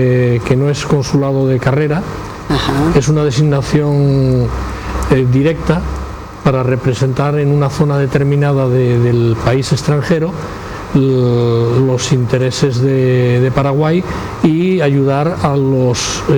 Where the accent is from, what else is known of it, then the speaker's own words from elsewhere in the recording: Asturias, Spain; moved away as an adult; Cuando yo decidí, justo cuando comenzó la pandemia, retornar a mi tierra natal, Asturias, me ofrecieron la posibilidad de ser cónsul honorario de Paraguay.